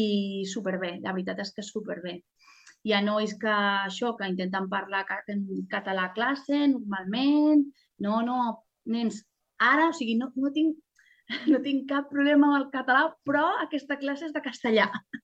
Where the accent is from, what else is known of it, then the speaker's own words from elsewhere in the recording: Madrid, Community of Madrid, Spain; Catalan is a second language; moved away as an adult; now in Vilanova del Vallès, Spain; a vegades dic que sóc de Madrid, és com, no, no me hables castellano. O sigui, jo parlo català.